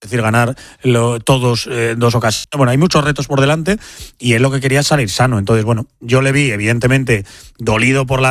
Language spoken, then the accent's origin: Spanish; Spain; Habrá que echar una siesta larga, como buen español.